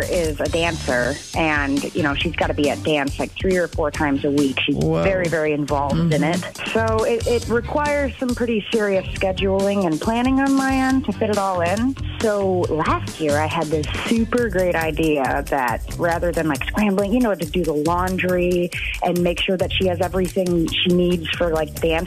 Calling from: Madison, Wisconsin, United States; I'm from Madison.

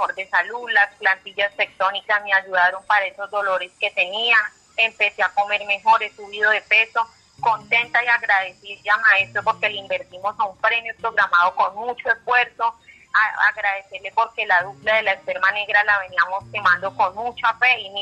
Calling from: Viotá, Cundinamarca, Colombia; Desde acá, desde Biotá, Cundinamarca

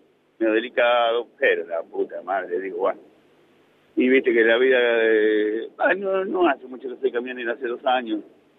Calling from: 25 de Mayo, Buenos Aires Province, Argentina; De 25 de mayo, ahora justamente estoy yendo para Navarro.

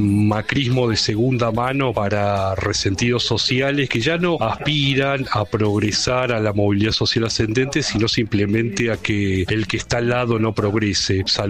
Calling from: Buenos Aires, Argentina; de Palvanera.

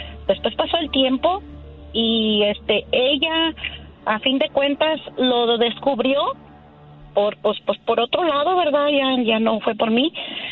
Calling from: Oklahoma, United States; Desde Oklahoma.

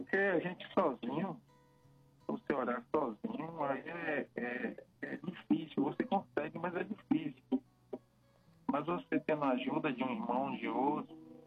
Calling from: Simões Filho, Bahia, Brazil; falo aqui da Bahia.

